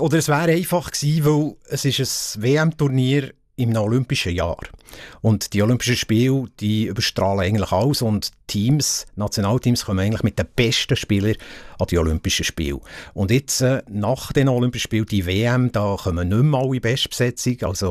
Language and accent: German; Switzerland; Und man hat gesagt, wir sind Schweizer, wir müssen unsere Werte leben und wir müssen auch Ziel erreichen, manchmal halt auch untypisch schweizerisch.